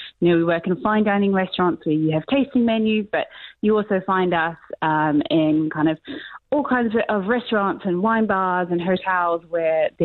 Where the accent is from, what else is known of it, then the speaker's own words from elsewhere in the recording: Auckland, New Zealand; moved away as an adult; now in London, United Kingdom; So, yeah, I'm from the North Shore. I moved over to London when I was 24, but I always worked in hospitality.